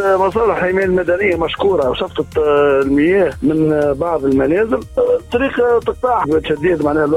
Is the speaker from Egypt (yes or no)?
no; Kasserine Governorate, Tunisia; ما عندناش طرقات معبدة في منطقة سيسيل اصلا